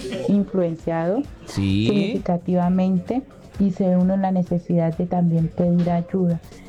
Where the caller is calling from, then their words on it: Buenaventura, Valle del Cauca, Colombia; Somos de Buenaventura